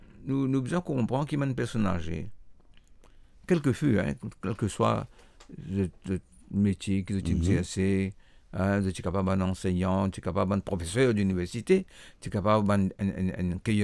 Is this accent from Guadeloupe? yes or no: no; Mauritius; chez nous, à Maurice